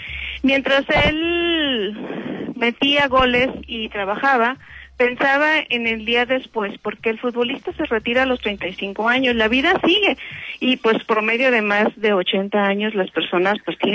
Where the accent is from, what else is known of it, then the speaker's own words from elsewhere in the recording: Monterrey, Nuevo León, Mexico; yo soy de Monterrey